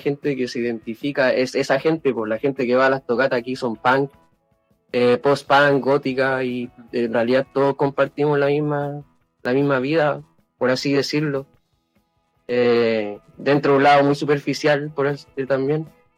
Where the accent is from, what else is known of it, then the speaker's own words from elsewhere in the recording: La Cisterna, Santiago Metropolitan Region, Chile; nosotros somos de La Cisterna